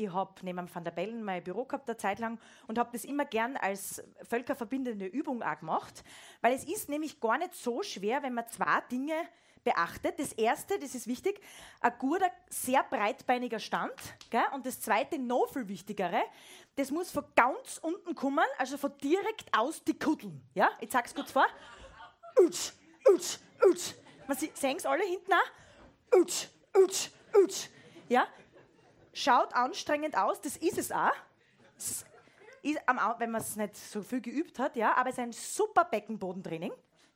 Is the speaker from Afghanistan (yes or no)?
no; Fürstenfeld, Styria, Austria; ich komme aus Fürstenfeld, also aus der Aussteiermark.